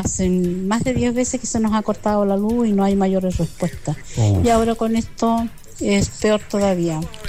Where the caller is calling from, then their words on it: La Calera, Valparaíso, Chile; Sabe que nosotros somos de Pachacamita.